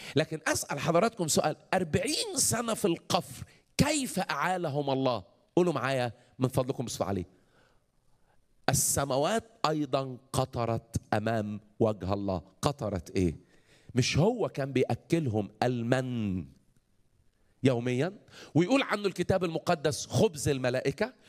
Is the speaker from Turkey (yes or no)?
no; Egypt; عندنا في مصر لما حبوا يعني حلوها شويه